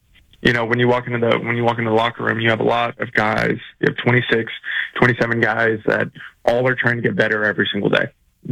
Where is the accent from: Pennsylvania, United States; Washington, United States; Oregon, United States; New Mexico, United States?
Washington, United States; Seattle; where are you from? And I'm like, Seattle.